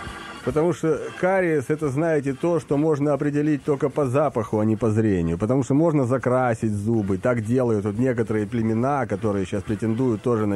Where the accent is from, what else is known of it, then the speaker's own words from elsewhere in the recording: Baku, Azerbaijan; Вот я употребляю слова, потому что я выходец из Баку вообще